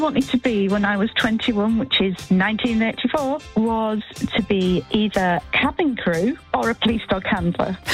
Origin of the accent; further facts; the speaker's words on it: Keighley, Yorkshire and the Humber, United Kingdom; moved away as an adult; also born or lived in Dundee; now in Essex, United Kingdom; So, I was born in Dundee, the amazing city there, but I was brought up in Keighley in West Yorkshire, which is very close to Haworth and the Bronte sisters. So I had an amazing upbringing living in that area. And then, for work, I came down to Essex for a job